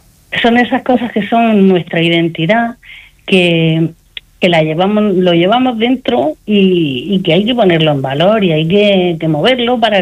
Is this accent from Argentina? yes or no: no; Cartagena, Region of Murcia, Spain; Entonces, si somos cartageneros y tenemos una historia tan maravillosa